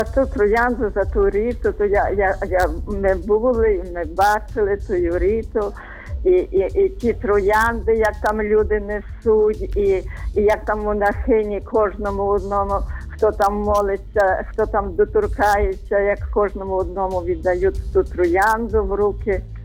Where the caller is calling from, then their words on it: Lviv, Lviv Oblast, Ukraine; бо я зі Львова телефоную, і це Львов.